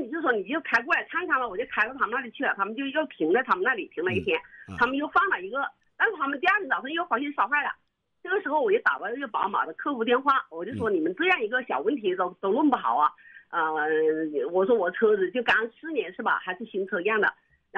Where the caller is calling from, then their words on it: Changsha, Hunan, China; 我们长沙话叫矮的了